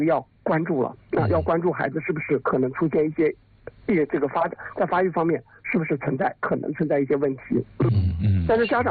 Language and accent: Chinese; China; 虽然我们中国人可能经常会说贵人语迟，对吧？